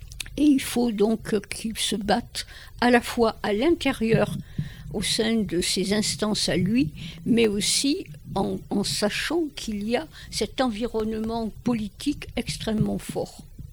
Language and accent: French; Occitanie, France; moved away; Je suis issue du Gard, du nord du Gard, donc un endroit où la gauche était extrêmement présente sous l'égide du Parti communiste.